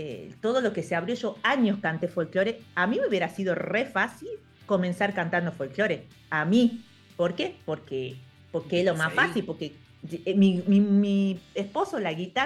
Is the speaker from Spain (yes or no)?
no; northern Argentina, Argentina; moved away; tengo mi sombrero que representa al norte de donde vengo.